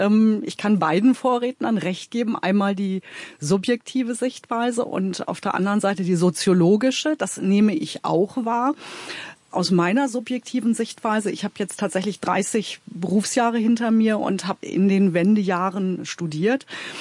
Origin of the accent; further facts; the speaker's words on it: West Germany, Germany; born there; moved away as an adult; now in Brandenburg, Germany; als jemand, der im tiefen Westen geboren ist und inzwischen im Strukturwandel betroffenen Osten lebt und verankert ist